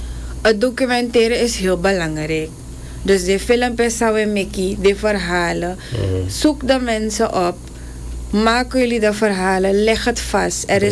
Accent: Suriname

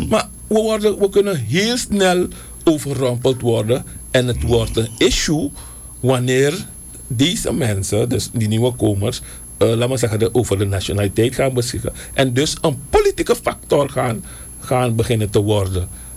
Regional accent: Suriname; om ons als Surinamer, als land en volk.

